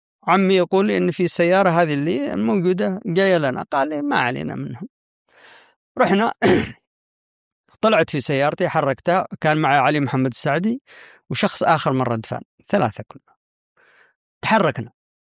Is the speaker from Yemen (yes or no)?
yes; Shabwah, Yemen; قلت أنا من شبوة